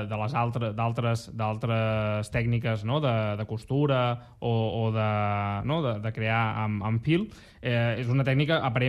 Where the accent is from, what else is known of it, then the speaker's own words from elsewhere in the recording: Catalonia, Spain; com que som catalans